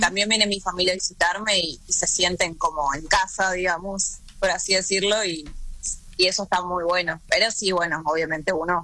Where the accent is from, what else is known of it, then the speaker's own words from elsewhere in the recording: Chaco, Argentina; accent: litoraleña; moved away as an adult; now in Miami, United States; Yo soy del Chaco.